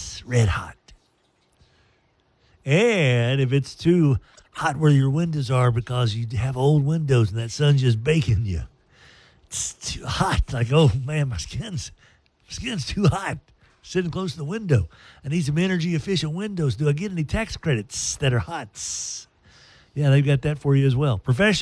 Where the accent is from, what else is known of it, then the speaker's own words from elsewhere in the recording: Texas, United States; I'm a Texan. I grew up in the Southwest Conference.